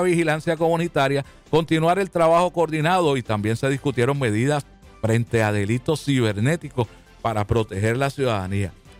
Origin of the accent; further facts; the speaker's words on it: Puerto Rico; Pues así es que somos los boricuas.